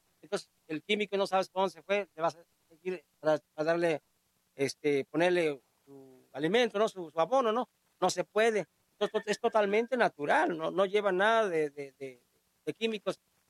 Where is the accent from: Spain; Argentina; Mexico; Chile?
Mexico; Zozocolco, Veracruz; allá en mi pueblo, en Sosocolco